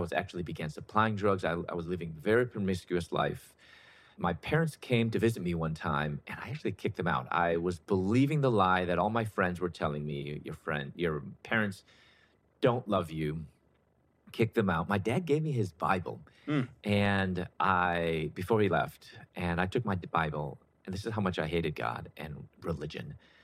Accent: Chicago, Illinois, United States; So it wasn't until my early 20s, I'm originally from Chicago, and I was accepted to dental school, pursuing my doctorate in dentistry.

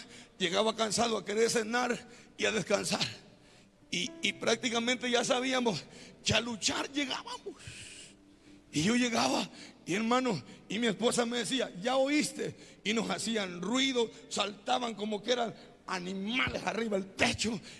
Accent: Izalco, Sonsonate, El Salvador; yo vengo de Izalco.

